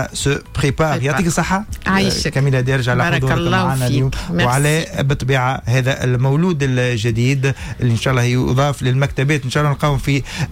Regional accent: Tunisia; احنا تونسي

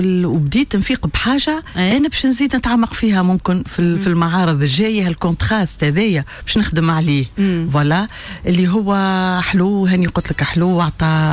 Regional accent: Tataouine Governorate, Tunisia; انا من الجنوب مثلا انا من اصول من تطاوين ونعشق البحر ونعشق المدينه نتاع تونس ونحب الشمال

